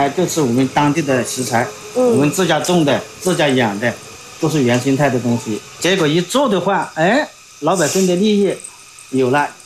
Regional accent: China; also born or lived in Huizhou, Guangdong; 我们感觉如果把那边的经验带到我们家乡来发展

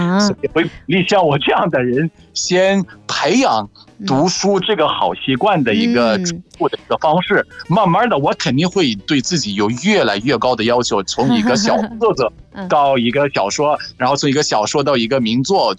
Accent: Egypt; 苏克莱斯的穆斯特梅因，

